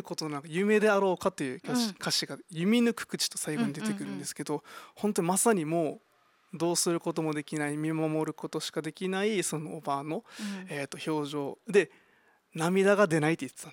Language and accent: Japanese; Urasoe, Okinawa, Japan; 自分が浦添出身なので